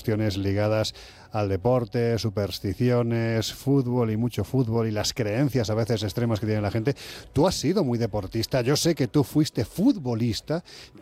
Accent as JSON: {"language": "Spanish", "region": "Andalusia", "country": "Spain", "said": "exagerado, soy andaluz"}